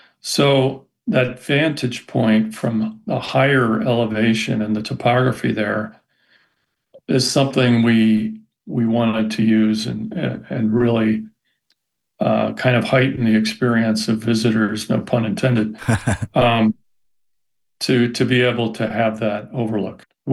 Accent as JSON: {"language": "English", "region": "Pennsylvania", "country": "United States", "tie": "born or raised there", "said": "growing up in Pennsylvania, I had camped and canoed out in western Pennsylvania, where Somerset County is in the Laurel Highlands."}